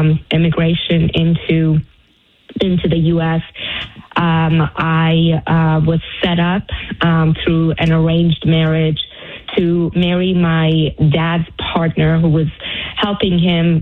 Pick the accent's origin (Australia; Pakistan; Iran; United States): Iran; because growing up in Iran, we were told that, you know, Israel is the little Satan and America is the big Satan.